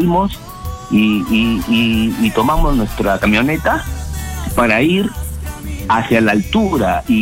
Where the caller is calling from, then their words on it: Trujillo, La Libertad, Peru; soy de Trujillo.